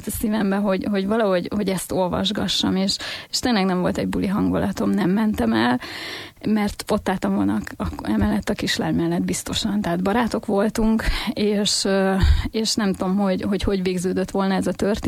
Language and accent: Hungarian; Sárospatak, Borsod-Abaúj-Zemplén, Hungary; moved away; also born or lived in Debrecen; az én hátterem református háttér, és 10. születésnapomra Sárospatakról származom